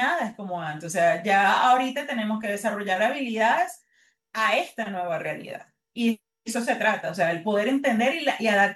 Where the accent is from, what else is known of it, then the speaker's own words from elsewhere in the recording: Venezuela; esto es no solamente para nosotros como los venezolanos